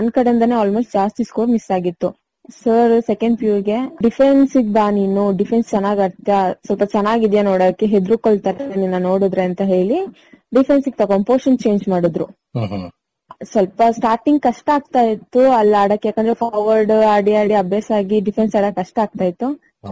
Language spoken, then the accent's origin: Kannada; Bhagamandala, Karnataka, India; born there; now in Koppa Maradiyur, India; ನಂದು by birth ಬಂದು ಭಾಗಮಂಡ್ಲ. ನಾನು ಇವಾಗ ಇರೋದು ಕೊಪ್ಪ ಮರಡಿಯೂರು ಅನ್ನೋ ಚಿಕ್ಕ ಒಂದು ಹಳ್ಳಿಯಲ್ಲಿ.